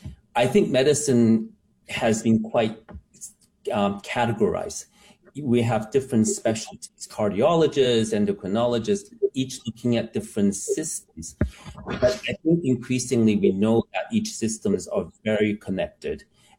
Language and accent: English; Canada; Now, I am Chinese. I grew up in Canada, but I still had a very tight fundamental understanding with the Tao understanding of traditional Chinese medicines.